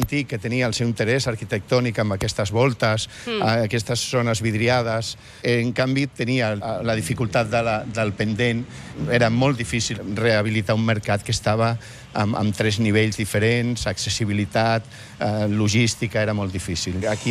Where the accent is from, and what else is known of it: Barcelona, Catalonia, Spain; born or raised there